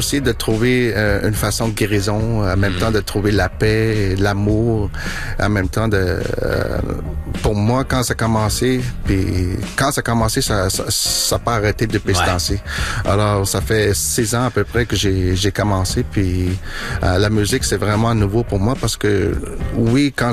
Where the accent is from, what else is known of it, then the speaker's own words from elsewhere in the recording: Quebec, Canada; now in Montreal, Canada; J'ai grandi dans le Grand Nord. Ça fait 13 ans à peu près que je démarre à Montréal, au sud du Québec.